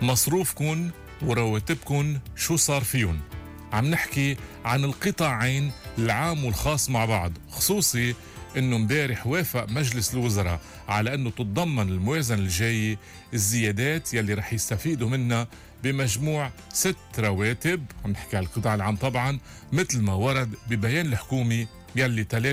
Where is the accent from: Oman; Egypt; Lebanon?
Lebanon